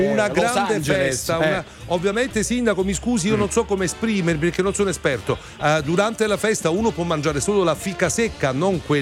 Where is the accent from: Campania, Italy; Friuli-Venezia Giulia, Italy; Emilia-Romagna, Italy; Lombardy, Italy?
Campania, Italy; Naples; io sono napoletano, noi a Napoli